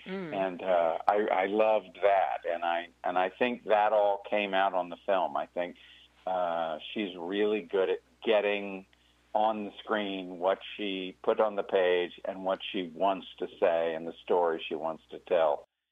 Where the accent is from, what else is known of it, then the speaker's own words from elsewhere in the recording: Virginia, United States; she came from Kentucky, I came from Virginia